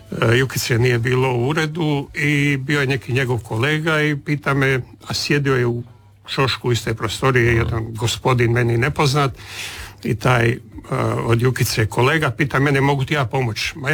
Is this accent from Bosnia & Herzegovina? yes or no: no; Croatia; Kod nas u Hrvatskoj, bar u nekom dijelu Hrvatske, javlja uvjerenje da su Istrani malo mekši, Hrvati i tako dalje.